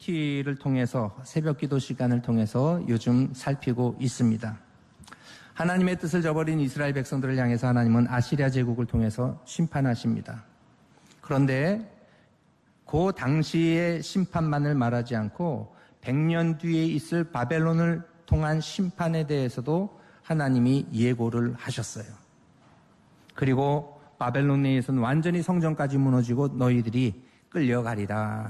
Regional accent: South Korea

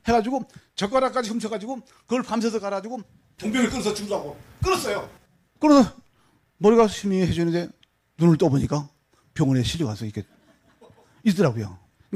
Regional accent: North Korea; now in South Korea; 그래서 제가 기자회견 할게 해서 나는 북한 놈 맞아.

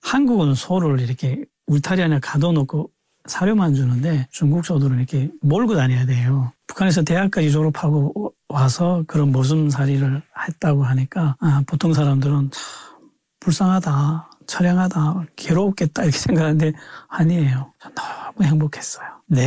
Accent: Chongjin, North Hamgyong, North Korea; moved away; 제가 집이 청진이거든요. 청진역에 나가서 이제 중국으로 가자. 조국을 떠나는 마음이었어요. 북한 사람들에게 내 고향, 내 조국을 떠난다는 것은 굉장한 슬픔이고 굉장히 큰 충격입니다.

